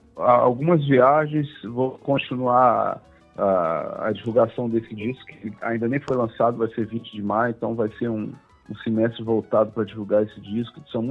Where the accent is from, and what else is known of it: Brazil